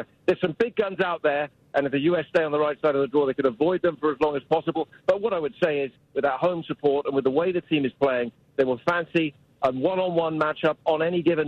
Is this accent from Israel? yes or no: no; England, United Kingdom; moved away as an adult; now in United States; Well, home advantage always counts, and I say that as an Englishman, you know, who now lives and works in America